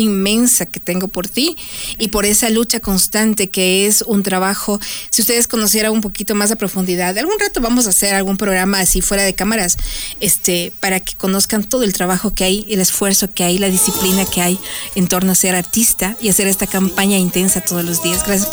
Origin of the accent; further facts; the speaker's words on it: Ecuador; nos junte como ecuatorianos